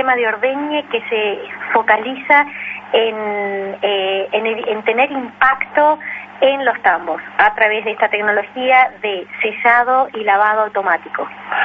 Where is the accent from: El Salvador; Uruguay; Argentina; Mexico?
Uruguay; born there; moved away as an adult; also born or lived in England; yo me crié en tambos porque … que fue uno de los fundadores de Conaprole, de Raigón, de San José. Siempre viví la realidad de los tambos